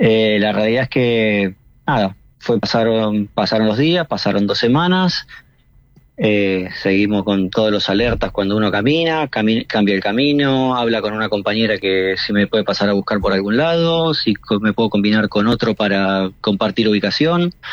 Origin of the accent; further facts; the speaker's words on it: Buenos Aires, Argentina; Del conurbano.